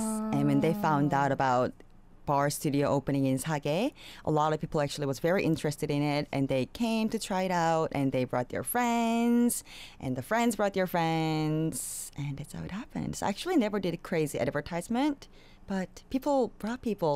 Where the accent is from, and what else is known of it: South Korea; born or raised there